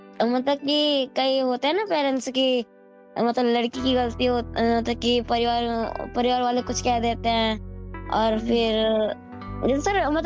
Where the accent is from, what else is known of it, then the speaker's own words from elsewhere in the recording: Delhi, India; also born or lived in Jharkhand / Gurgaon; वैसे तो झारखंड में जन्म हुआ लेकिन पली बड़ी दिल्ली की हूँ।